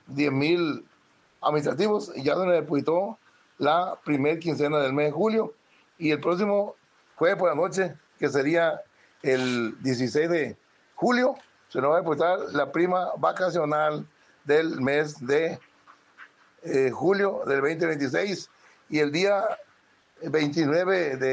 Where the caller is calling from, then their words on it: Badiraguato, Sinaloa, Mexico; acá por el bello Badiraguato